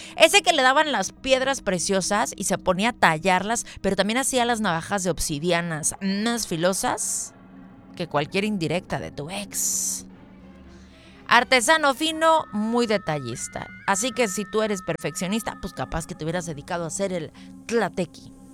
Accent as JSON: {"language": "Spanish", "country": "Mexico", "said": "orgullosamente somos mexicanos"}